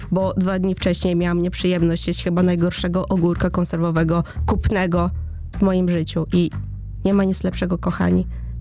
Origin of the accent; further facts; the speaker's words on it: Zamość, Lublin Voivodeship, Poland; moved away; że wróciłam z podróży, z moich rodzinnych stron, z Zamościa